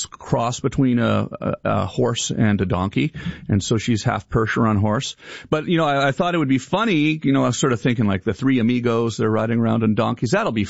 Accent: Ottawa, Ontario, Canada; also born or lived in Los Angeles, United States; I decided I want to move home to Canada. This is, you know, I've been in LA for a long time, and I grew up in Ottawa, and my parents are there, and I want to be closer to them, and so moved back, found this farm.

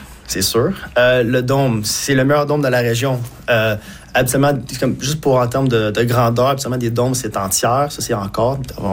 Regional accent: Cantley, Quebec, Canada; also born or lived in Toronto; Je viens de Cantley, je suis né à Toronto, j'ai vécu 30 ans de ma vie à Cantley, côté du Québec évidemment.

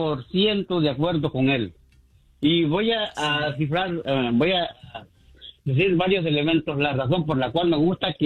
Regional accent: Honduras; Yo soy hondureño.

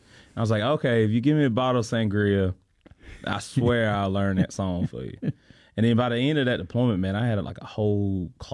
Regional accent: Ellic City, Alabama, United States; A town called Ellic City in Alabama.

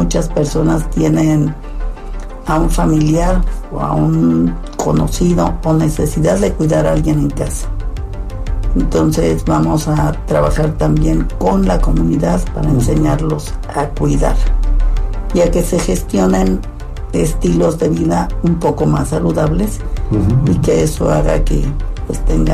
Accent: Mexico; todos somos mexicanos

